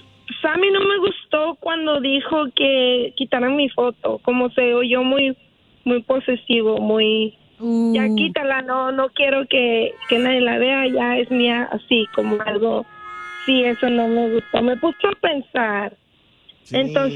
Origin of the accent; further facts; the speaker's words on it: Mexico; now in Las Vegas, United States; Yo soy mexicana y okay. Estoy aquí en Las Vegas.